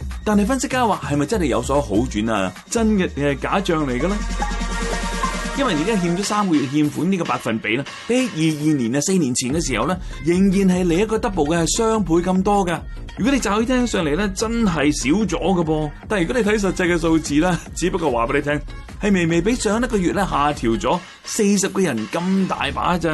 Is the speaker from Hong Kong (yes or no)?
no; Canada; 那就盼望我们加拿大人团结起来，更加令到住在加拿大这个地方给到你和我有一种 home sweet home 的感觉。